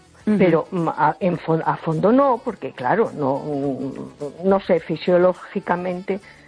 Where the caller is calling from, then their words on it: A Coruña, Galicia, Spain; de Coruña.